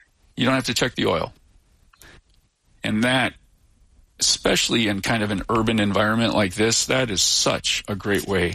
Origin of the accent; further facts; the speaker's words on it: Midwest, United States; moved away as an adult; now in Seattle, United States; I grew up in the Northern Great Lakes on the North Shore of Lake Michigan.